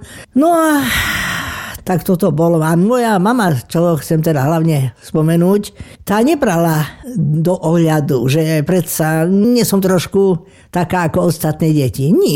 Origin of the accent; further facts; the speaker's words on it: Kežmarok, Prešov Region, Slovakia; born there; Prišli totiž z Prešpúrku, čiže z Bratislavy sem do Kežmarku.